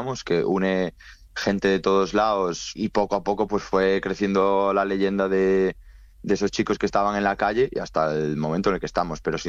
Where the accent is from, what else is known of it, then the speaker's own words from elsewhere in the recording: Galicia, Spain; que soy de Galicia, Galiza, Baliza.